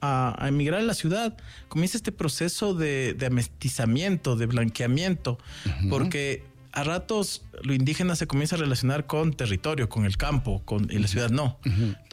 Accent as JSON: {"language": "Spanish", "country": "Mexico", "said": "la primera vez que me di cuenta que teníamos acento, porque claro, yo era de los que no, aquí no tenemos acento, vamos, fue cuando comencé a salir con el grupo de teatro con el que trabajaba muy jovencito a festivales internacionales. E ibas a otro lugar, primero que todo el mundo te decía mexicano."}